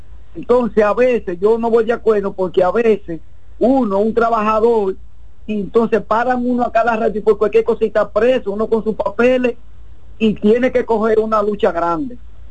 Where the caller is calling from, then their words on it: Navarrete, Santiago, Dominican Republic; Yo soy aquí de Navarrete.